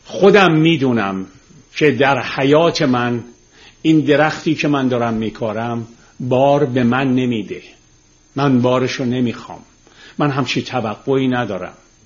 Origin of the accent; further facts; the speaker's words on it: Tehran, Tehran Province, Iran; born there; چون ما تو گل و شل بزرگ شدیم، من روزی که خیابون کوچه های تهران رو تیر میذاشتم که سیم برق بکشن یادمه.